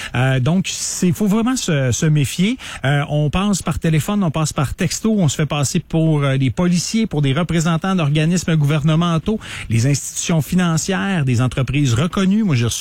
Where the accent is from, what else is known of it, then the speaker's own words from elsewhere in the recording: Quebec, Canada; chez nous au Saguenay et au Lac-Saint-Jean.